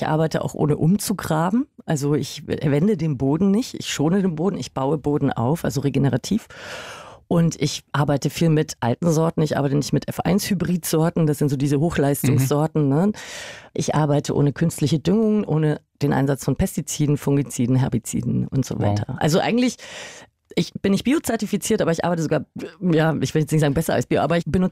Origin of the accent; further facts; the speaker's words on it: Weiden in der Oberpfalz, Bavaria, Germany; born there; Ja, mein Papa kommt daher. Ich habe da nie gewohnt, aber ich bin geboren in Weiden in der Oberpfalz.